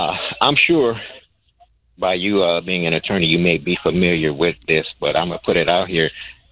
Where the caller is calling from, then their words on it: Detroit, Michigan, United States; I'm calling you from Motown.